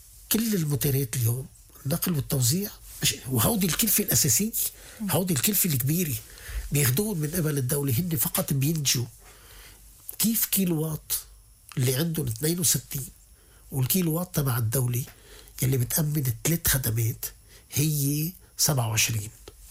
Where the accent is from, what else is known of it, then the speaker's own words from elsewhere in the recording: Lebanon; عندنا بلبنان